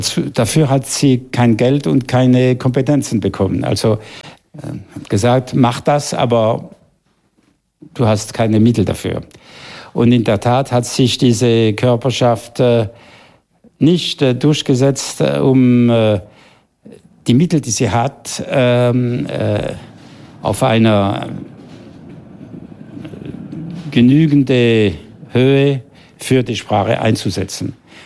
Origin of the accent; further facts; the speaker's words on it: Grand Est, France; wir waren Teil des Hitlerreiches eingegliedert